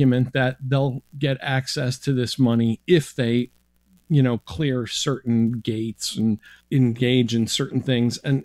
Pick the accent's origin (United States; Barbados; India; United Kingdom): United States; as an American